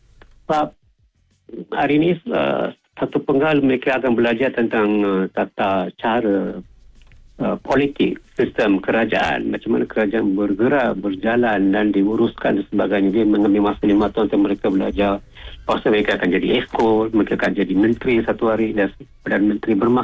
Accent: Kluang, Johor, Malaysia; Tidak jauh daripada kampung saya di Keluang, jiran. Saya orang Keluang kan.

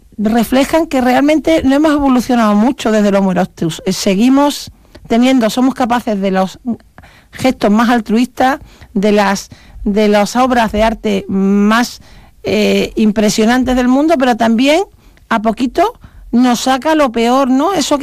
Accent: Seville, Andalusia, Spain; en mi tierra, que yo soy sevillana

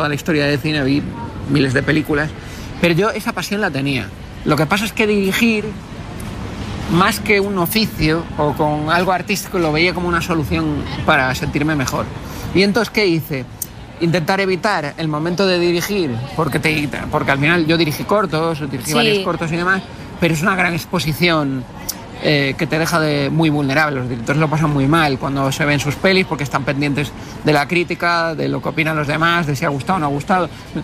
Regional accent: Canary Islands, Spain; Porque yo nací en Canarias, tú eres canario.

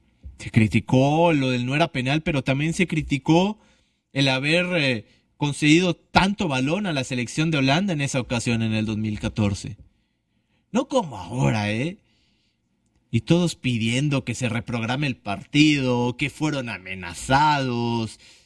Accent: Mexico; nosotros a lo mejor como mexicanos

